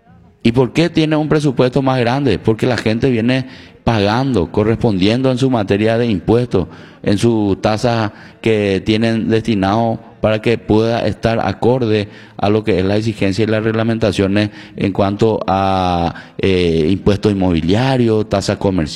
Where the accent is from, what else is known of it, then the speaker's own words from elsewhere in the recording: Paraguay; esa es la idiosincrasia nuestra también como paraguayo